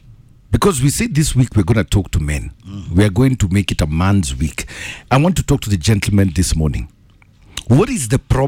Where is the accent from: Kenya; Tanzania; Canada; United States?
Kenya; talk to me as a Kenyan man.